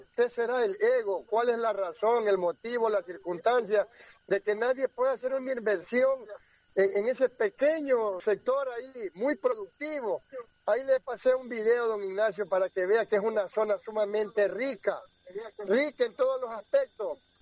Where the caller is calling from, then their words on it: Vinces, Los Ríos, Ecuador; Yo como ciudadano vinceño me siento abandonado. No pertenezco al sector, pero sí soy un ciudadano ecuatoriano